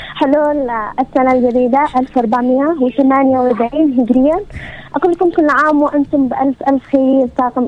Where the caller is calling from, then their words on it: Raymah, Yemen; سلامي على ريمه دياري وقريتي وسكانها كامل